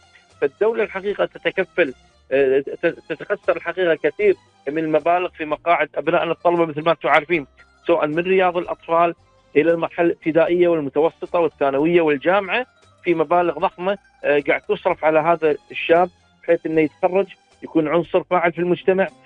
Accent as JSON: {"language": "Arabic", "country": "Kuwait", "said": "ديرتنا الحبيبة الكويت"}